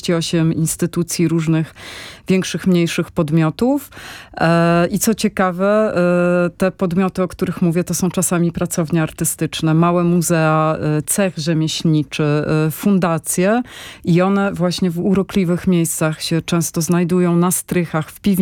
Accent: Warsaw, Masovian Voivodeship, Poland; My, warszawiacy i warszawianki, omijamy trochę Stare Miasto.

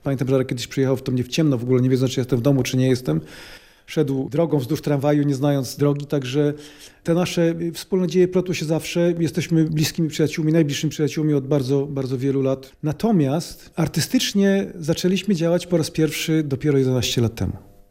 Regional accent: Nowa Sól, Lubusz Voivodeship, Poland; also born or lived in Poznań; Nowa Sól to miasto moje równie bardzo jak Poznań. W tym mieście się wychowałem, dlatego że jestem poznaniakiem z urodzenia, jestem pyrą poznańską i moja rodzina ma też wielkopolskie korzenie z obydwu stron. Natomiast trafiliśmy dosyć wcześnie do Nowej Soli i cała moja szkoła podstawowa, w zasadzie już przedszkole, to jest Nowa Sól.

